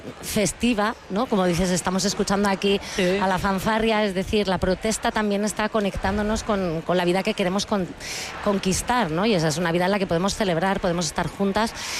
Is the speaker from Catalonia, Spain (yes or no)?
no; Santander, Cantabria, Spain; now in Madrid, Spain; es el barrio al que yo llegué desde Santander, que yo soy de Santander, y yo llegué a Lavapiés, no llegaba a Madrid, ¿no?